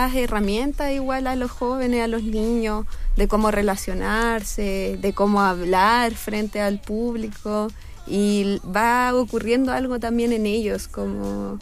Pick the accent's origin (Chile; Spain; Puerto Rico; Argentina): Chile; Calama, Antofagasta; moved away as an adult; also born or lived in Santiago; La vida afortunadamente nos juntó de nuevo en nuestra ciudad de origen.